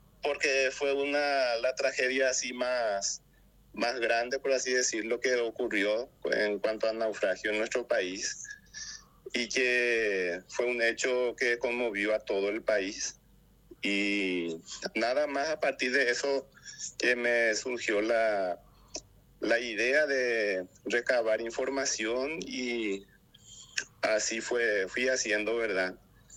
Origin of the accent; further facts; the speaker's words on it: Arroyito, Concepción, Paraguay; now in Concepción, Paraguay; concesionero de Arroyito soy